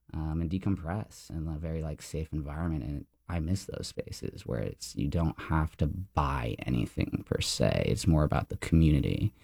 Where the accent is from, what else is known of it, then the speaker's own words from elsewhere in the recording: St. Petersburg, Florida, United States; Honestly, like growing up in St. Pete, there's never been a good comic book store or like indie zine shop.